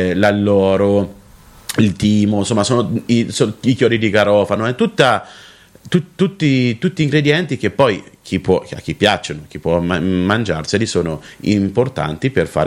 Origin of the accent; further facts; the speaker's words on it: Cortona, Tuscany, Italy; io sono aretino e cortonese, perché sono del comune di Cortona